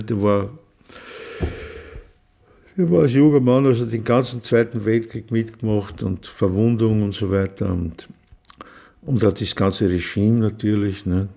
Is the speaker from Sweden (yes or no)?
no; Vienna, Austria; weil wir ja beide Wiener, ja, wie soll man sagen, die Lust am Fantasieren und dass man alles über drei Ecken, also alles metaphorisch ausdrückt und so, das lernt man halt als Kind in Wien, nicht?